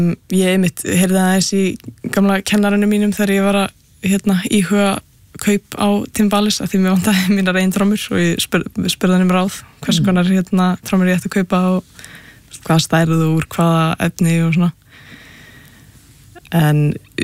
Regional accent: Capital Region, Iceland; Nei, ég er ættu að vestan ég úlst upp bara hérna bara á höfbrugarsveðinu sko.

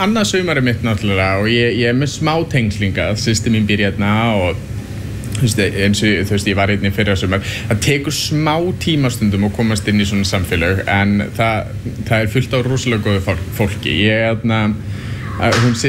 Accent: Reykjavík, Capital Region, Iceland; Ég er úr Reykjavík sjálfur og hef búið erlendis í mörg ár en ég kem hingað á sumrin til þess að vinna.

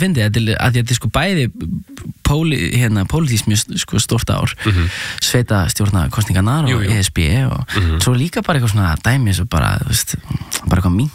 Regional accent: Reykjavík, Capital Region, Iceland; ég ólst upp í hérna í Árbænum fyrst í Norlingaholtinu og svo í Ártúninu var ég Árbæðaskóla og hérna var æfa fótbolta með Fylki

